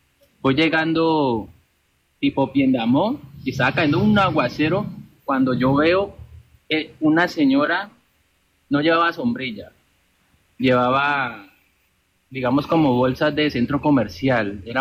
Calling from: Cali, Valle del Cauca, Colombia; Hablo de la ciudad de Cali.

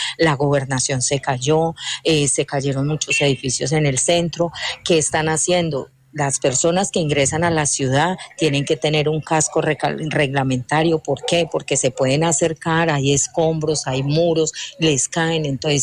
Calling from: Pereira, Risaralda, Colombia; nosotros como usuarios en Pereira

